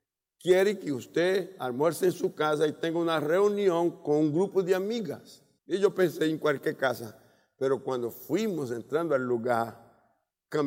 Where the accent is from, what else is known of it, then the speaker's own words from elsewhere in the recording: Brazil; moved away as an adult; also born or lived in Cúcuta, Colombia; En el año 78, 3 años lejos de mi casa, de mi lugar, que era Brasil, sentí ganas de comer la comida de mi pueblo. Allí hay frutos del mar abundantes. Yo fui criado con esto.